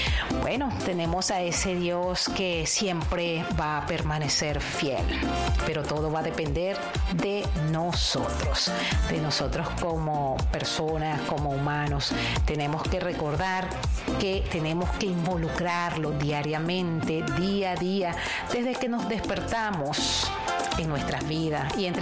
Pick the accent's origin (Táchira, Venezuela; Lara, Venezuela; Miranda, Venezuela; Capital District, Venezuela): Lara, Venezuela; Barquisimeto; moved away; así me dicen en mi tierra natal, en Barquisimeto, estado Lara